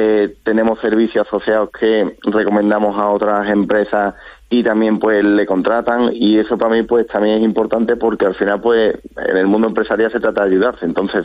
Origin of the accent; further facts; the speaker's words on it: Archidona, Andalusia, Spain; born there; also born or lived in Seville; yo he pasado parte de mi infancia ahí, me enamora esa tierra, la gente de esa tierra, el campo, la naturaleza, y cada vez que yo estoy combinando entre Sevilla y Málaga, porque también pues nací en Sevilla